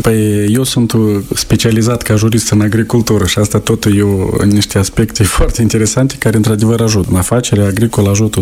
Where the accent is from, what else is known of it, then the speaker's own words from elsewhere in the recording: Șoldănești, Șoldănești District, Moldova; moved away as an adult; now in Cuconeștii Noi, Moldova; Da, sunt din Șoldănești de Baștină.